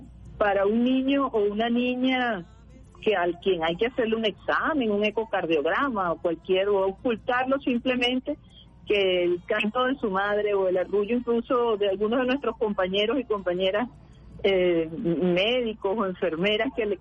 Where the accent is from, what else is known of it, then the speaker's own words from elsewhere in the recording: Venezuela; yo creo que eso además es lo que nos une como venezolanas y como venezolanos, esa sensibilidad particular, ese amor por nuestra tierra